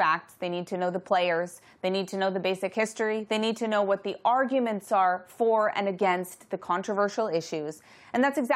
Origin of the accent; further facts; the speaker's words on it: Los Angeles, California, United States; And growing up in Los Angeles, around so much of the Iranian community, both Jewish Iranian and non-Jewish Iranian, I was actually really inspired.